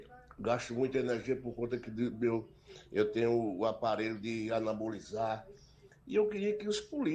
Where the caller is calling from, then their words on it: Limoeiro, Pernambuco, Brazil; Boa tarde, ouvintes da Jornal FM 99.5, Limoeiro, Pernambuco. … aqui da subestação.